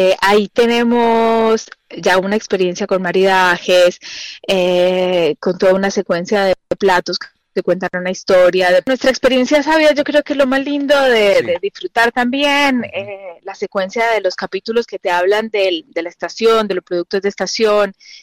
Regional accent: Mendoza, Argentina; que también nos da esa identidad como mendocinos y viene como Argentina, ¿no?

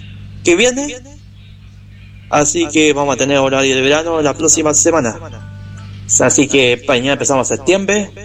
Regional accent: Linares, Maule, Chile; Y saludo para mi pueblo, la … de Linares, que lo quiero mucho.

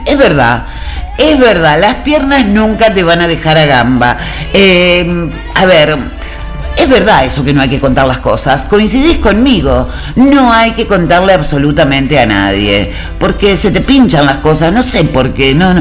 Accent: Arocena, Santa Fe, Argentina; now in Rosario, Argentina; yo soy de Arocena, bueno, me vine para Rosario, voy de vez en cuando

